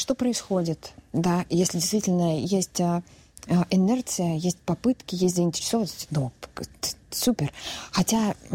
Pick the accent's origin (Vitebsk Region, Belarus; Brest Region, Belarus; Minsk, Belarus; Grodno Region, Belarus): Minsk, Belarus; А ну-ка, но я все равно из столицы. Я минчанка. Я ассимилировалась.